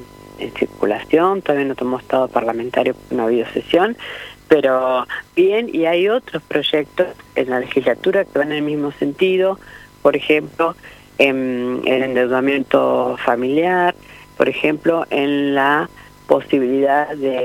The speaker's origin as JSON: {"language": "Spanish", "town": "Pergamino", "region": "Buenos Aires Province", "country": "Argentina", "tie": "born or raised there", "said": "Yo soy de Pergamino, vivo en un barrio, el barrio Vicente López"}